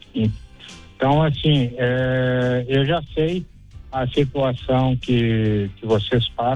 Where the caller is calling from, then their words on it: São Mateus, Espírito Santo, Brazil; Da cidade de São Mateus, estado do Espírito Santo.